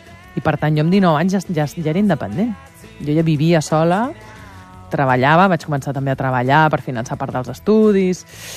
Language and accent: Catalan; Valencia, Valencian Community, Spain; now in Barcelona, Spain; Jo em vaig criar a València. I quan acabo l'institut, vinc a Barcelona a estudiar.